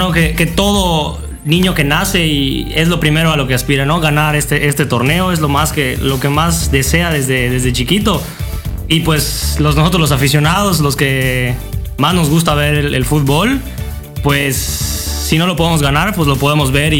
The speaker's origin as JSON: {"language": "Spanish", "country": "Mexico", "said": "Sí, yo creo que todos los mexicanos, más que nada, tenemos como que una segunda equipo, ¿no?"}